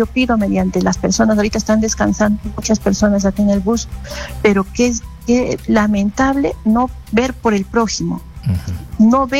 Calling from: Casapalca, Lima, Peru; de Casapalca.

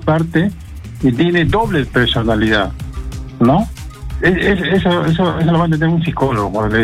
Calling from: Lima, Peru; de Surquillo

